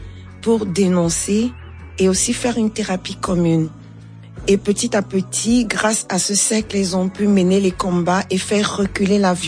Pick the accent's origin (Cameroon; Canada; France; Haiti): Cameroon; Chez les Béti, chez nous, au Cameroun, on va dire le nkoul.